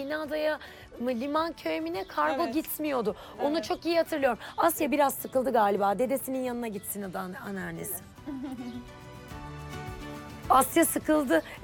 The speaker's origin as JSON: {"language": "Turkish", "town": "Alanya", "region": "Antalya", "country": "Turkey", "accent": "Alanya dialect", "said": "Ben de arada bir şiveye kaçıyorum. Bizim Alanya'da böyle konuşurlar."}